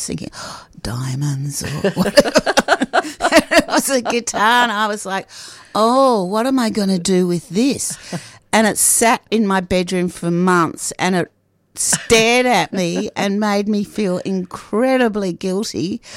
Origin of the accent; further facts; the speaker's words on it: Melbourne, Victoria, Australia; now in Sydney, Australia; I grew up in Melbourne.